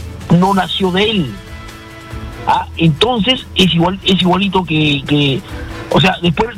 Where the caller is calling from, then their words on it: San Isidro, Lima, Peru; de San Isidro.